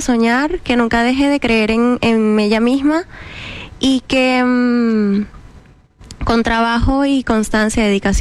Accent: Venezuela; moved away as an adult; Y yo salí de Venezuela cuando tenía 19 años.

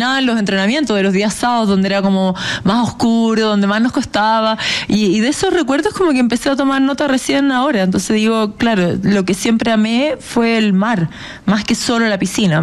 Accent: Santiago, Santiago Metropolitan Region, Chile; soy de santiaguina

